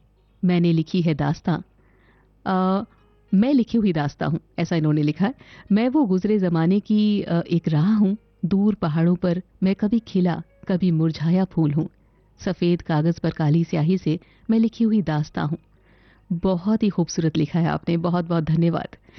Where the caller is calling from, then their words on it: Delhi, India; हमारे शहर दिल्ली में बरसात हो रही है बहुत जोरों से